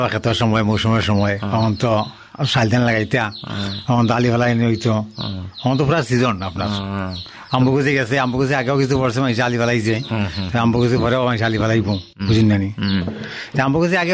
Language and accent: Bangla; India; ও এখান থেকে আমার দাদা আমল থেকে আমার বাবা দাদা হলুদ গ্রামের বাসিন্দা বাসিন্দা